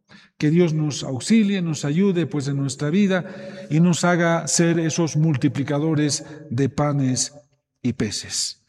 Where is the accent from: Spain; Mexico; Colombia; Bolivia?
Bolivia; como bolivianos y bolivianas que somos